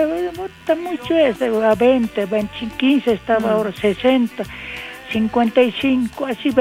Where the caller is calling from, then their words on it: Bolivia; que somos de Bolivia